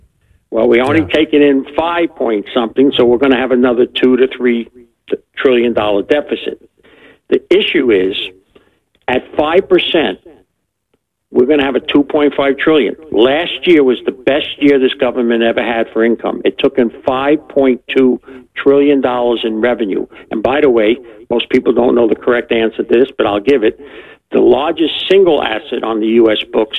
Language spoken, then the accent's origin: English; New Jersey, United States; So first of all, I'm from New Jersey, so we always have opinions.